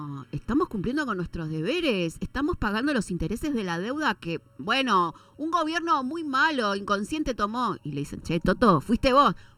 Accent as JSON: {"language": "Spanish", "country": "Argentina", "said": "sentirnos argentinos y qué lindos que somos los argentinos"}